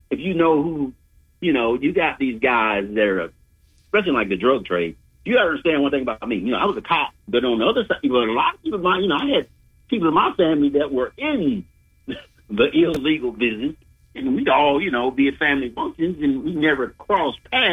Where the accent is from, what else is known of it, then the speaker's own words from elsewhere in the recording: Augusta, Georgia, United States; my father's family from Lincoln, but my mom's family is Augusta. We're from downtown Laney Walker area. You know, I grew up in Sunset Homes when I was down here.